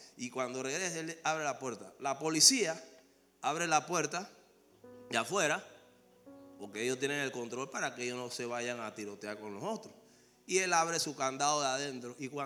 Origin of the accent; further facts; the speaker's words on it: Panama; Nosotros no somos policías, venimos de Panamá y venimos a predicar la palabra.